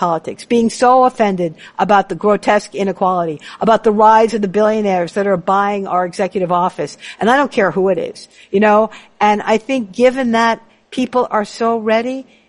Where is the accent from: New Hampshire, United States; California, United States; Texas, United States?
New Hampshire, United States; And he did it this way because he knew I was from New Hampshire.